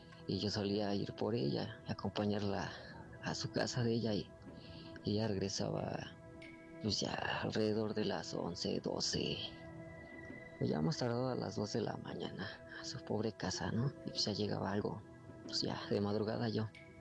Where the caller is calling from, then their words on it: Toluca, State of Mexico, Mexico; Soy de Toluca